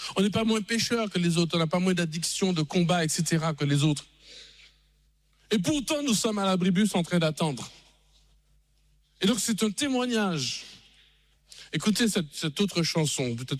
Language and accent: French; Martinique